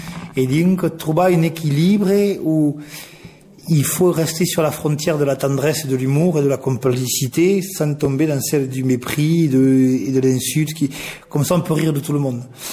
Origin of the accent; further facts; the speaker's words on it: Decazeville, Occitanie, France; born there; moved away as an adult; now in Toulouse, France; je suis né dans l'Aveyron, à De Cazeville. De père donc aveyronnais et d'une mère béarnaise